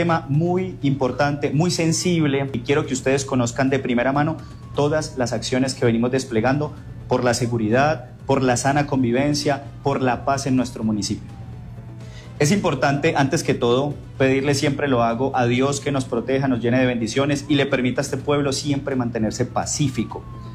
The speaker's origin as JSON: {"language": "Spanish", "town": "Seville", "region": "Andalusia", "country": "Spain", "said": "nos duele y nos duele mucho como sevillanos"}